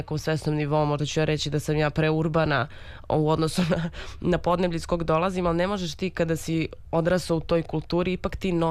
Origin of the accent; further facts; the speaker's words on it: Serbia; Mi kao Srbi teško biramo da budemo srećni.